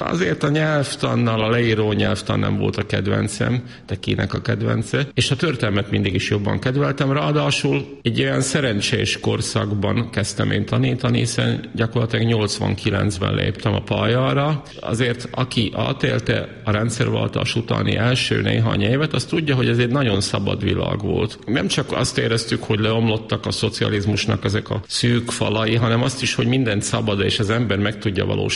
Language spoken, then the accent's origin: Hungarian; Bátka, Banská Bystrica Region, Slovakia; accent: Palóc; first language Hungarian; moved away as an adult; also born or lived in Rimavská Sobota / Bratislava / Dunajská Streda; egy kisiskolában, a szülőfalumon, Bátkában kezdtem az iskoláimat, már a Rimaszombati gimnáziumban folytattam.